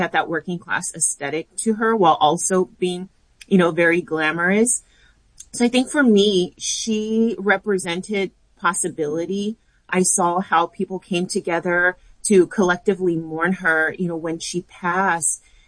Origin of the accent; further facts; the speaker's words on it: Texas, United States; We listened to Tejano music, you know, pretty regularly growing up in South Texas.